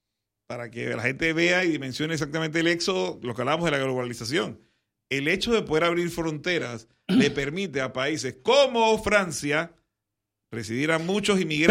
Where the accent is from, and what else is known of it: Panama